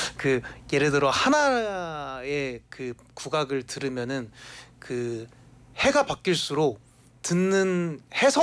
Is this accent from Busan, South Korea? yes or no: yes; Busan, South Korea; 제가 고향이 부산이에요.